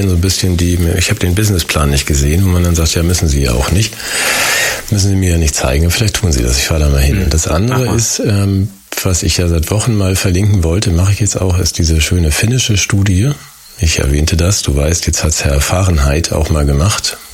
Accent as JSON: {"language": "German", "country": "Germany"}